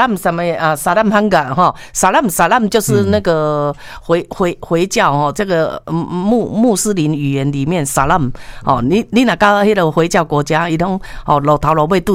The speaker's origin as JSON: {"language": "Chinese", "country": "Taiwan", "said": "所以、我们台湾人真的要感谢这些外劳、"}